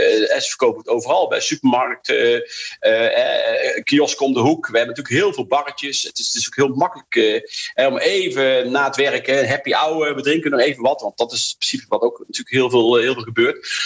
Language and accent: Dutch; Netherlands; Hè, bij voetbal bijvoorbeeld als Nederlanders samen. Dan drink je ook een biertje.